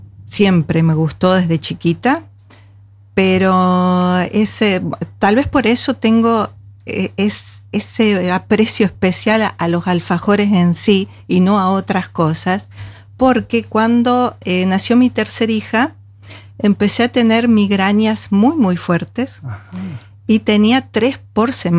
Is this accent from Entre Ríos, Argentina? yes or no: no; Buenos Aires Province, Argentina; now in Norway; vengo de la provincia de Buenos Aires, o sea que soy pampeana